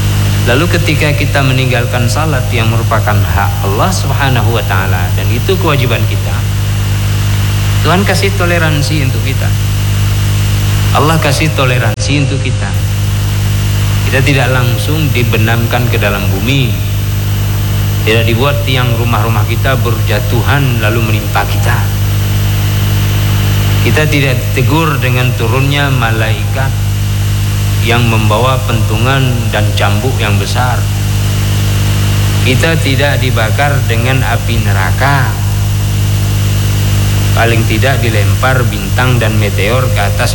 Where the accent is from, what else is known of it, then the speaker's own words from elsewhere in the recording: Aceh, Indonesia; bahasa kita orang Aceh memang palak kita